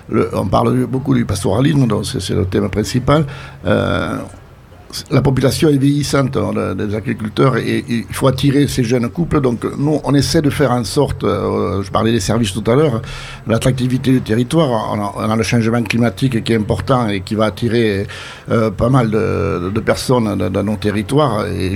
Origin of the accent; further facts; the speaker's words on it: Occitanie, France; moi je suis un enfant du pays, donc je suis né ici, je connais un peu tous les habitants